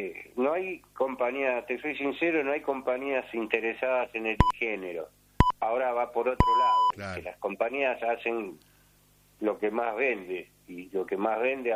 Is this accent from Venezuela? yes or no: no; Buenos Aires, Argentina; en el barrio donde yo me crié, en Floresta